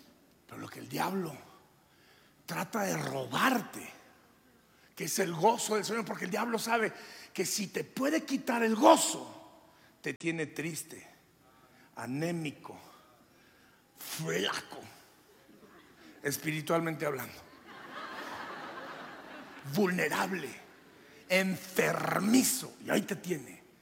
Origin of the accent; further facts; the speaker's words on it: Durango, Mexico; yo creo que por allá por Durango, de donde soy yo.